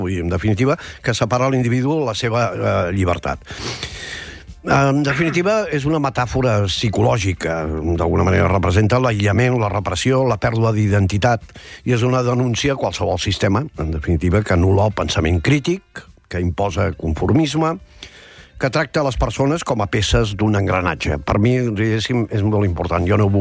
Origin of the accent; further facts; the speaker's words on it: Vic, Catalonia, Spain; Jo sóc de Vic, també cal dir-ho, a la ciutat dels Sants, vull dir, família de capellans, també, doncs, sobretot per part de la meva mare, alemanys